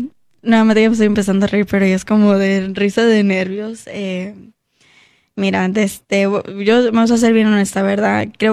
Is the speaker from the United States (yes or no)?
yes; United States; de una presencia con personas que yo crecí aquí en Estados Unidos, en la iglesia, porque ella y yo crecimos como en la escuela